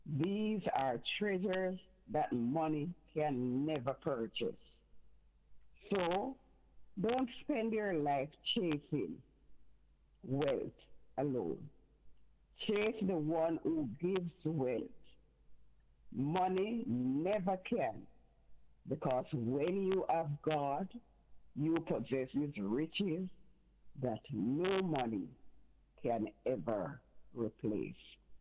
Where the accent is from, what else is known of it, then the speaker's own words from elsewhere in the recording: Jamaica; Honestly, Uncle Wingie, I was in Jamaica growing up on Emancipation Day.